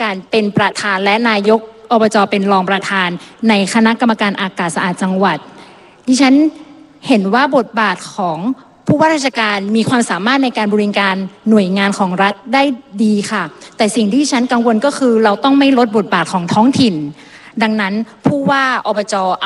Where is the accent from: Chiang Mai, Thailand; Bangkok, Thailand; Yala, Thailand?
Chiang Mai, Thailand; Phrao; พื้นที่ที่ดิฉันเป็นตัวแทนและเป็นบ้านเกิดของดิฉันเองคืออำเภอพร้าว